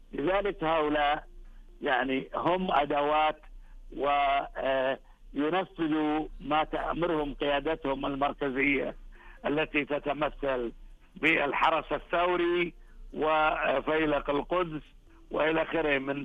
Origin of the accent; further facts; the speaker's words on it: Kuwait; يعني أنا أذكر عندنا في الكويت